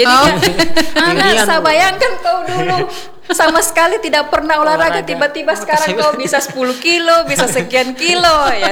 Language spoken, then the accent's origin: Indonesian; Central Sulawesi, Indonesia; saya asli Pantai Barat.